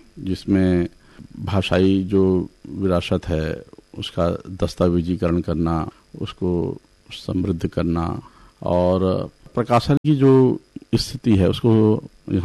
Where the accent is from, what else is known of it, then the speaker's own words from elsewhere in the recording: Chhattisgarh, India; छत्तीसगढ़ महतारी के जो कर मन हाँ ओकर द्वारा जो प्रदत्त हमारे जो संस्कार है ना ओकर छाँव में जो हमन पले बढ़े हैं